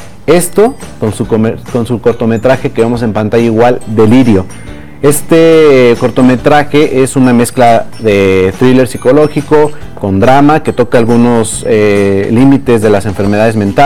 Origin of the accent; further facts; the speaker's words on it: Mexico; se siente más todavía el orgullo que tenemos como mexicanos